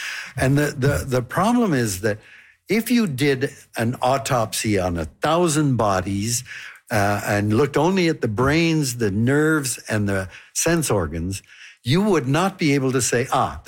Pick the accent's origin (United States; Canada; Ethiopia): Canada; Vancouver, British Columbia; You know, I was born in Vancouver, and we lived in Marpole. And as a kid, I used to go fishing for trout in a creek that no longer exists in Vancouver.